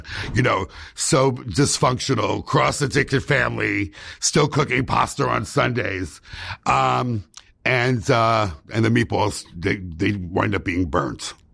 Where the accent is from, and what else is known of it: New York City, New York, United States; moved away; also born or lived in Los Angeles